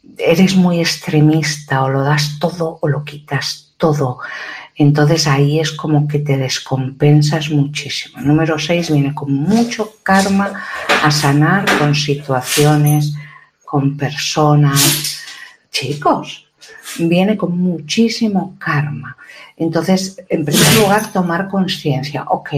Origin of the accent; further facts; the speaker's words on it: Ukraine; Por lo menos en mi país de Ucrania, pues básicamente no se dice nada